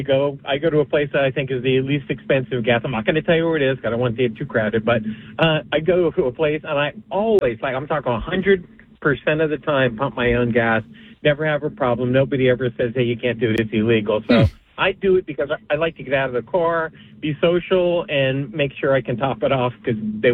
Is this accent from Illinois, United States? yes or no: no; New Jersey, United States; now in Princeton, United States; I live my whole life in New Jersey